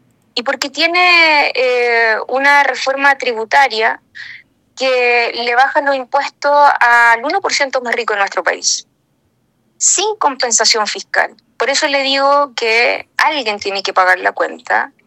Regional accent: Chile

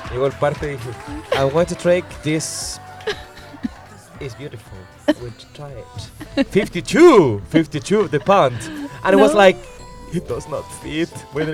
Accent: Chile; Sobre todo nosotros que somos chilenos todo el año.

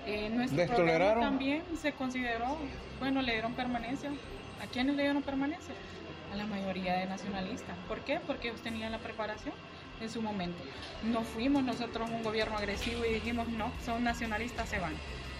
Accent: Honduras; Todas las personas que estamos aquí somos hondureños y que tenemos derechos a una estabilidad laboral

